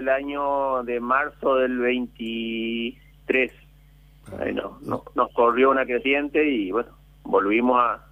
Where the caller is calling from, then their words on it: Argentina; Sobre las costas del San Lorenzo, en la línea física, más o menos a la mitad entre lo que es Rincón de Nuevo Ya y Villa Constitución, más o menos ahí.